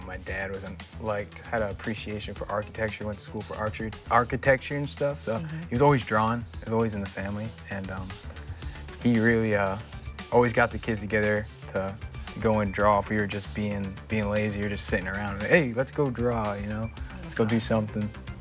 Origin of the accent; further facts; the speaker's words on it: Westport, Massachusetts, United States; I'm from Westport, Mass. That's where I'm coming from.